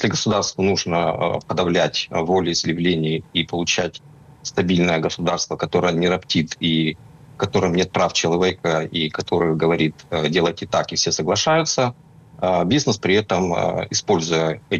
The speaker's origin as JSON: {"language": "Russian", "region": "Murmansk Oblast", "country": "Russia", "said": "я сам из Мурманской области, где много промышленных гигантов, это Норильский никель, Федоровы тундры"}